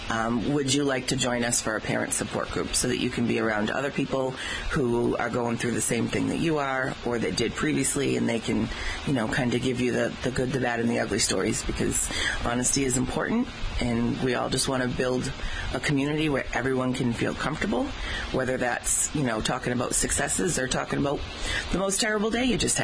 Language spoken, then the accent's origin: English; Taunton, Massachusetts, United States; I'm from Taunton